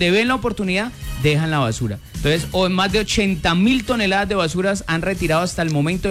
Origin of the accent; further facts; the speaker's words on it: Cali, Valle del Cauca, Colombia; como caleños lastimosamente utilizamos cualquier huequito